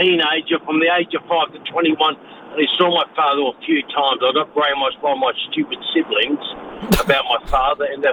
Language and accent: English; Beaumont, South Australia, Australia; But it's hard to change to say … from Beaumont, go the D. … anyway, but just let Adelaide know.